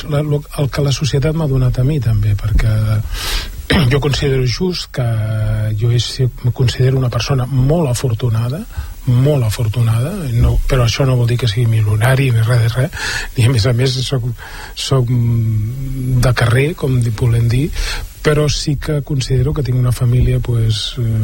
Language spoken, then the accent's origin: Catalan; Sant Boi de Llobregat, Catalonia, Spain; Sí, tot i que jo no he nascut a Sant Boi, però vaig venir molt jovenet aquí a la costa de l'Església, vaig estar uns 6 dies i els meus pares al final van venir aquí a Sant Boi. Jo sóc del barri Ciutat Cooperativa.